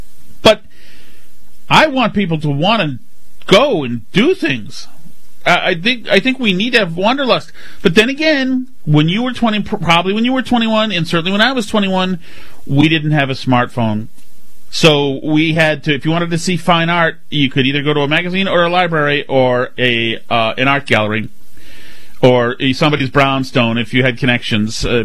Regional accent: Boston, Massachusetts, United States; I grew up pretty much in Boston, like a lot of you guys did.

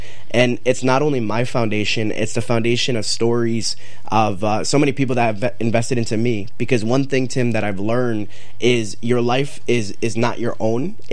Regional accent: Waterbury, Connecticut, United States; growing up in Connecticut, in Waterbury, Connecticut, it's very similar to Citi Field.

